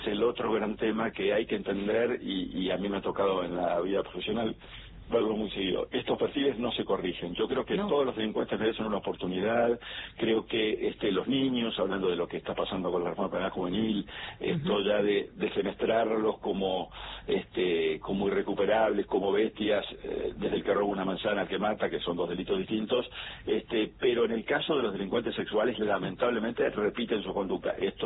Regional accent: Argentina; nos merecemos como argentino un régimen penal juvenil

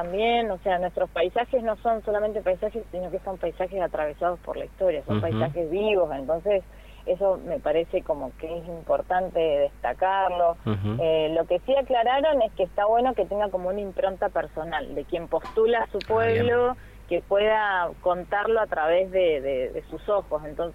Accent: Puerto San Julián, Santa Cruz, Argentina; moved away as an adult; Yo soy de acá de San Julián, mi mamá es santafesina, mi papá es sanjulianense, así que tengo ahí como una mezcla linda.

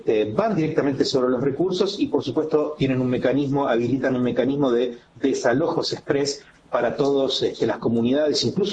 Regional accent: Argentina; Que es lo que somos los argentinos.

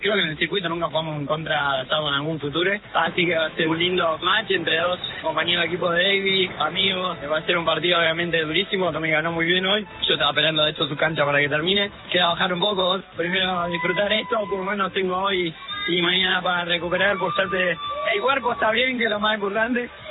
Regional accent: Argentina; vivir esto en este ambiente como argentino

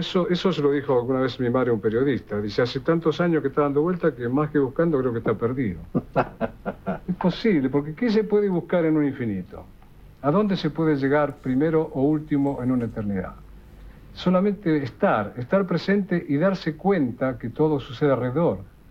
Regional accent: Berisso, Buenos Aires Province, Argentina; moved away; si no en la misma esquina donde me crié, o donde empecé a criarme, a la esquina de al lado, pero seguramente en Berisso, La Plata

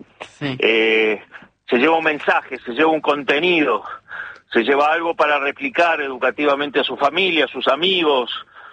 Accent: Bariloche, Río Negro, Argentina; moved away as an adult; also born or lived in Paraguay / Misiones; Mira, yo crecí criado en Bariloche. Uh-huh. Tengo 67 años y a los 30 y pico me fui a Paraguay

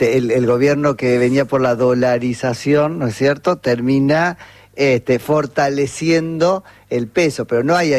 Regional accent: Argentina

